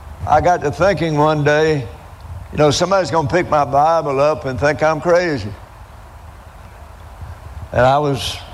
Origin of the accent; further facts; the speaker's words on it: Eufaula, United States; I was from Eufaula.